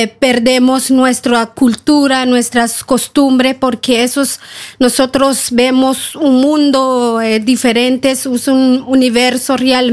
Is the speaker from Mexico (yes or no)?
no; Guatemala; de Guatemala, represente de la Organización Coordinadora Nacional Viudas de Guatemala. Somos una organización de mujeres mayas